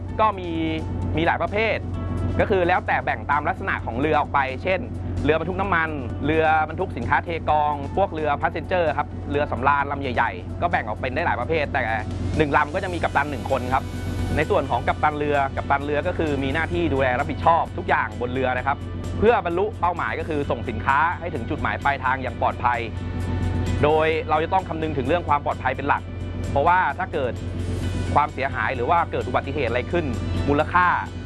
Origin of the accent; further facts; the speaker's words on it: Phitsanulok, Thailand; ผมเนี่ยเป็นคนจังหวัดพิษณุโลกจบการศึกษามัธยมจากโรงเรียนพิษณุโลกวิทยาคม